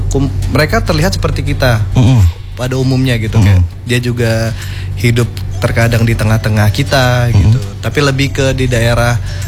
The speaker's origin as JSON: {"language": "Indonesian", "region": "West Sumatra", "country": "Indonesia", "said": "saya orang Minang asli."}